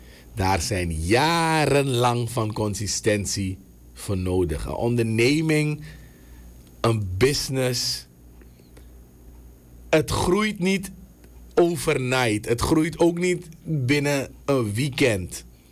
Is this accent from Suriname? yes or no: yes; Suriname; als Surinamers